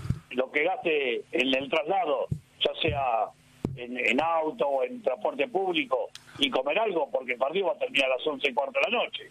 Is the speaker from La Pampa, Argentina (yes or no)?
no; Villa Crespo, Buenos Aires, Argentina; now in Bernal, Argentina; No, de Bernal no. Yo soy de Villa Crespo, vivo en Bernal.